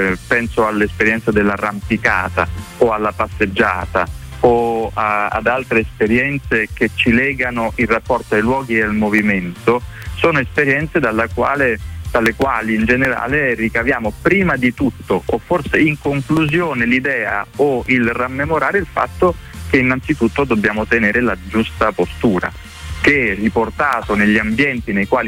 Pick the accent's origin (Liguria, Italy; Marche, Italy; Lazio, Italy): Lazio, Italy; Rome; born there; Mio papà è calabrese, mia mamma è abruzzese, io sono nato a Roma